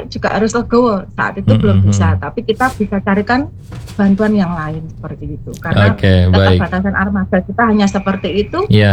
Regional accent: Boyolali, Central Java, Indonesia; born there; moved away; Kalau saya juga saya lahir di Boyolali.

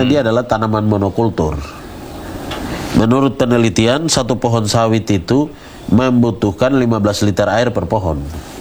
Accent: Papua, Indonesia

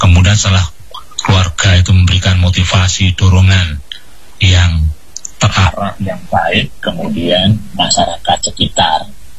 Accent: Java, Indonesia; karena saya juga orang Jawa

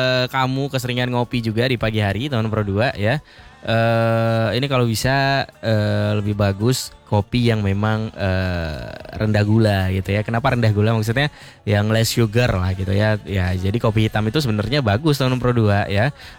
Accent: Aceh, Indonesia; kita sebagai orang Aceh

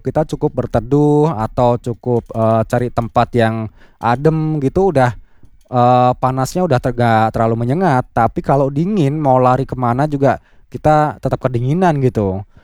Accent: Central Java, Indonesia; Soalnya dari kecil udah biasa di tempat dingin. Kampung saya dekat Gunung Slamet, udara dingin.

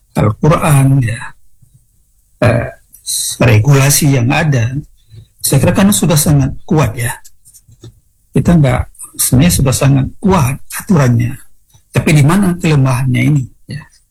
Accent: Aceh, Indonesia; Apalagi yang kita Aceh ini sedang dan melakukan pemberlakuan syariat Islam ya

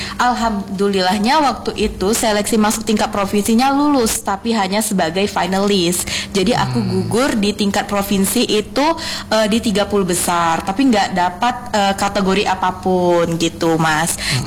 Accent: Jambi, Indonesia; aku dari Kabupaten Batanghari. Aku SMA di sana gitu, di SMA 3 Batanghari, kemudian ikut organisasi di Pick Air di sana

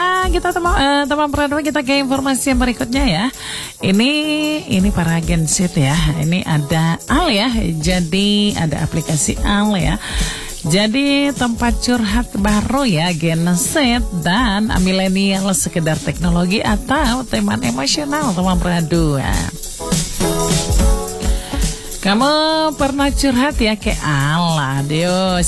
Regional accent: Merauke, South Papua, Indonesia; Ini pasti siapa punya kelakuan ini, kita orang Merauke

